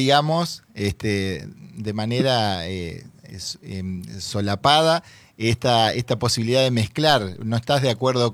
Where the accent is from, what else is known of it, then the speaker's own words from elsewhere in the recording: Viale, Entre Ríos, Argentina; yo soy de Viale